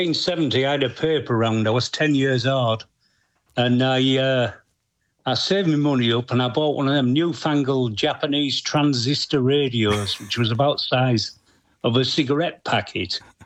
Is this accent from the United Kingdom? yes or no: yes; Whitby, Yorkshire and the Humber, United Kingdom; Yeah, born and bred in Whitby, live there now still.